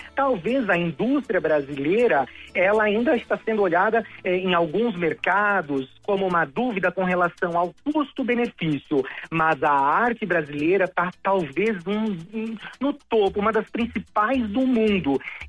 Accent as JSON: {"language": "Portuguese", "country": "Brazil", "said": "Eu não apelei, eu não fui apelativo para mostrar que eu sou brasileiro. Eu fiz o que significa para mim. É um produto cacau brasileiro, uma homenagem ao meu país, que eu amo absurdamente"}